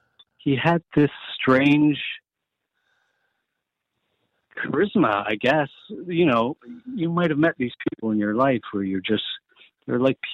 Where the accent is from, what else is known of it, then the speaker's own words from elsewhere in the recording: Toronto, Ontario, Canada; now in United Kingdom; See, I grew up in Toronto, just north of Toronto, and one of my oldest best friends, when I moved to the UK, he moved out to Halifax.